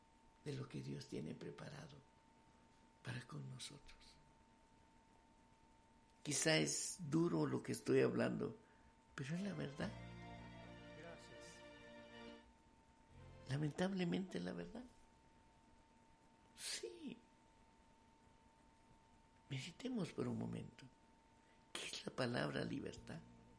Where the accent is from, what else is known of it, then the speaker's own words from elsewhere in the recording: Guatemala; Yo soy guatemalteco.